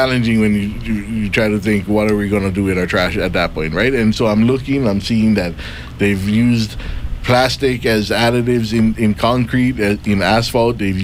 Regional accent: Kauai, Hawaii, United States; I'm running for county council. I'm born and raised on Kauai.

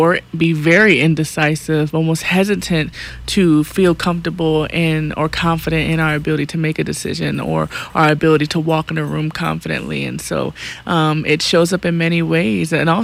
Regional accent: Philadelphia, Pennsylvania, United States; moved away as an adult; now in Kauai, United States; I am a sound activator and nervous system regulator. I'm originally from Philly, but have been on Kauai for about 2 months now

